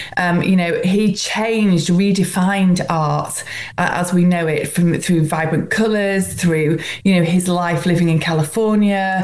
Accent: Leeds, Yorkshire and the Humber, United Kingdom; And I'm from Leeds.

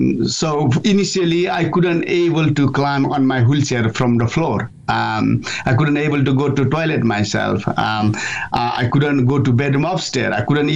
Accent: Nepal; And it is simply tells about how I grew up in Nepal, to how I joined the British Army, my service, to my injury, to my recovery and finally climbing mountains.

